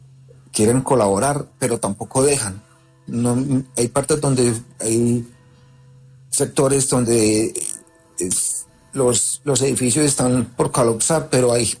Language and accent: Spanish; Pereira, Risaralda, Colombia; yo soy acá de Pereira y yo acá nunca he salido